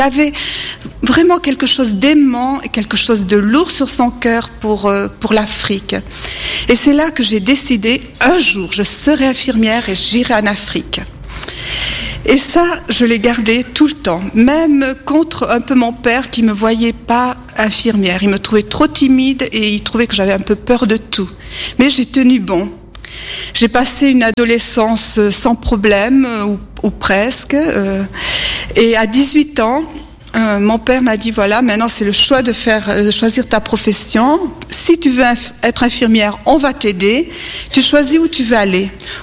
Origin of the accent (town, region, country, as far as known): France